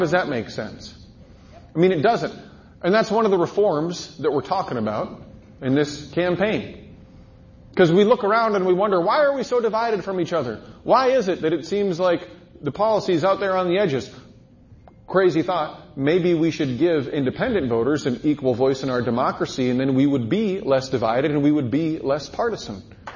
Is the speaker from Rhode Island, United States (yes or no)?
no; Decorah, Iowa, United States; Born and raised in Decorah, northeast Iowa. All right, Decorah native.